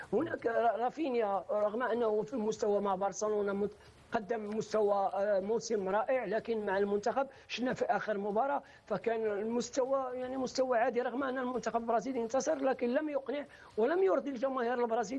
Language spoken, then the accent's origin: Arabic; Morocco; أنا كمغربي